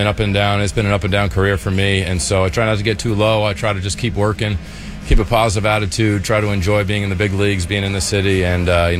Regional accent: New York, United States; Growing up in New York, getting to pitch in the World Series my first season

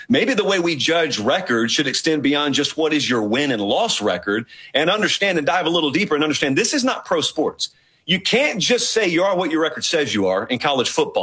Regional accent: Deep South, United States; I grew up in the Deep South. Everybody down there thinks that Notre Dame is evil for not having ever joined a conference.

